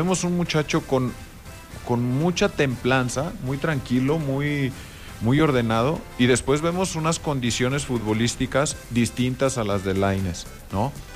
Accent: Mexico; seguramente nosotros como mexicanos creemos que va a llegar a ser la mil Yamal

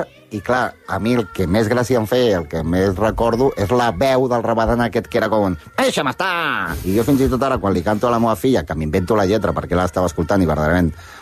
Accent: Barcelona, Catalonia, Spain; also born or lived in Figueres; M'he criat a Barna, sí.

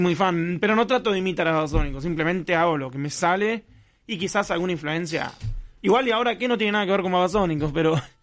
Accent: Merlo, Buenos Aires Province, Argentina; De zona oeste, sí, de Merlo.

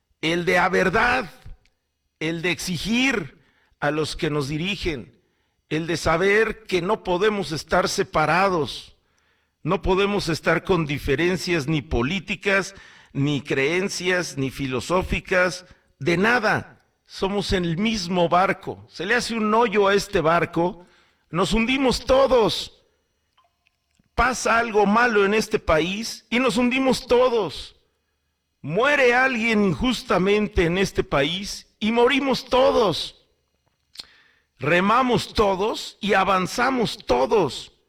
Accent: Mexico; Pero soy mexicano, y me encanta más mi país, por supuesto, igual que usted, igual que a todos, soy mexicano, soy de aquí, es la única bandera que me cubre

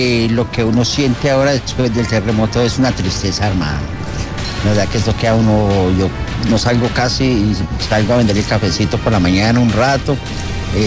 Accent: Pereira, Risaralda, Colombia; Yo soy pereirano. Yo siempre he vivido acá, llevo 15 años vendiendo café aquí en esta esquina, todos los días.

